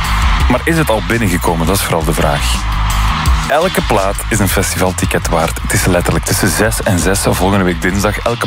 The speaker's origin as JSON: {"language": "Dutch", "country": "Belgium"}